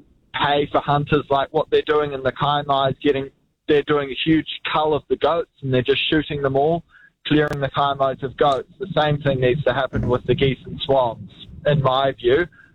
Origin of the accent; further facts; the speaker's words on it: Auckland, New Zealand; I'm from Auckland, and I've been to Auckland's east coast beaches